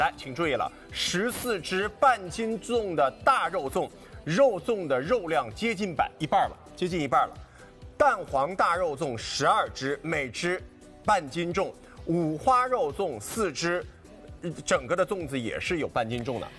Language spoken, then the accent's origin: Chinese; Jiangnan, China; 尤其是咱们江南人